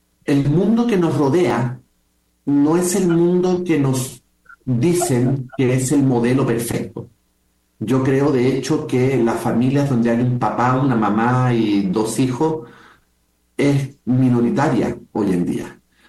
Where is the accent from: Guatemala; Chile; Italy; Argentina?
Chile; also born or lived in Mexico / New York / Puerto Rico / Miami; now in Barcelona, Spain; A ver, soy un escritor chileno que ha vivido en muchos países. Viví muchos años en México, muchos años de México. Después me fui a vivir a Nueva York, de Nueva York me fui a vivir a Puerto Rico